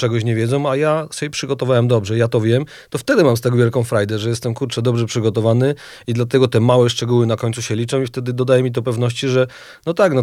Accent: Jordanów, Lesser Poland, Poland; ja pochodzę z Jordanowa, to jest taka mniejsza miejscowość koło Rabki Zdrój w Małopolsce.

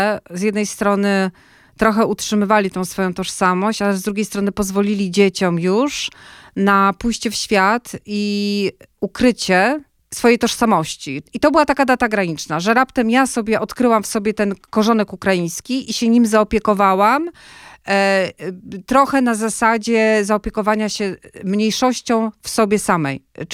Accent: Pomeranian Voivodeship, Poland; ja wyrosłam na Pomorzu w cieniu Solidarności albo w słońcu Solidarności.

